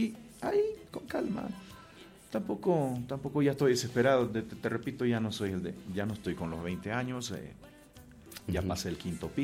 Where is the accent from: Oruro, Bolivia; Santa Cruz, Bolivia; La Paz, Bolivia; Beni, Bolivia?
Beni, Bolivia; Riberalta; now in United States; Mi tierra, mi bella Ribera Alta, que yo siempre la menciono. Estoy siempre allá. Ayer llegué de allá. Estuve allá.